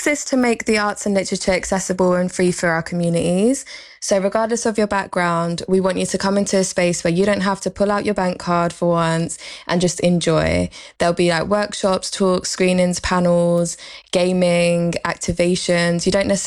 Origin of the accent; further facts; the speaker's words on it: Romford, London, United Kingdom; I grew up in Romford, actually, in East London